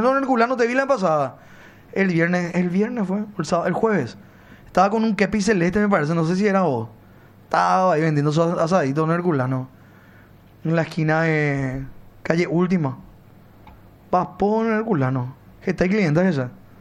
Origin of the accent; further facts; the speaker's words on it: Lambaré, Central, Paraguay; Yo soy de Lambaré, cuando quiero ir a visitar a mamá